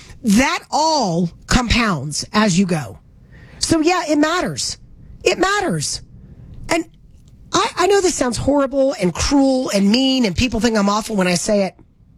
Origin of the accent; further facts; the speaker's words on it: Deep South, United States; I am from the Deep South.